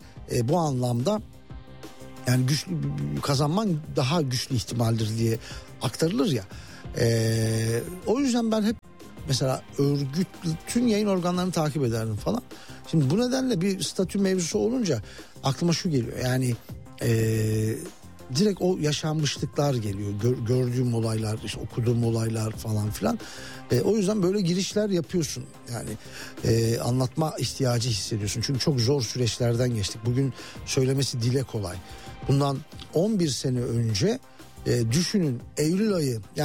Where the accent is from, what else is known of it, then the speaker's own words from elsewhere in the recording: Muş, Muş Province, Turkey; benim memleketim Muş, Vartolu değil Muşluyum.